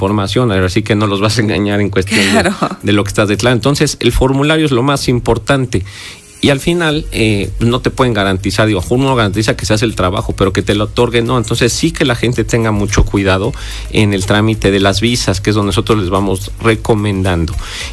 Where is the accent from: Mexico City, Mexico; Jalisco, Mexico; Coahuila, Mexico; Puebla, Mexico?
Puebla, Mexico; Entonces, somos poblanos.